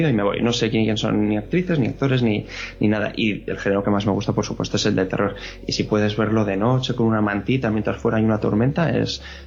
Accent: Vitoria, Basque Country, Spain; yo soy del País Vasco

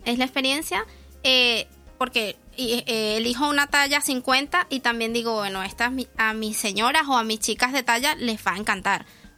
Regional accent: Venezuela; now in Spain

